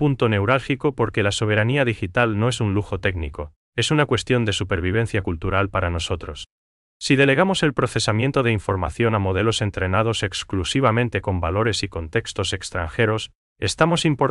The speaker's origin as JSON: {"language": "Spanish", "country": "Paraguay"}